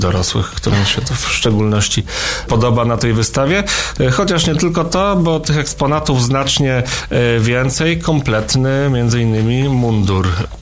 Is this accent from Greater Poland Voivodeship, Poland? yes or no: yes; Konin, Greater Poland Voivodeship, Poland; ponieważ wychowałem się w domu graniczącym przez płot z koniską brykietownią przy ulicy Gajowej, w jednym z tych fińskich domków.